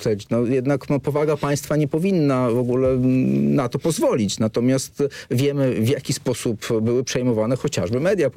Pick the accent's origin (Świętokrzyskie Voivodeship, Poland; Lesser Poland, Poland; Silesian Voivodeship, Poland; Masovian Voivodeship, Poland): Silesian Voivodeship, Poland; ja jestem ze Śląska